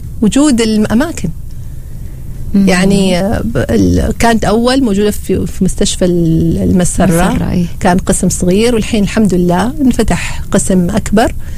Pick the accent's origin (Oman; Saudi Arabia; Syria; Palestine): Oman; عندنا في عمان